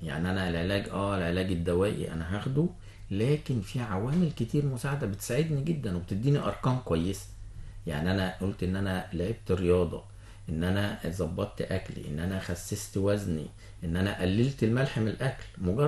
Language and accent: Arabic; Egypt; احنا في مصر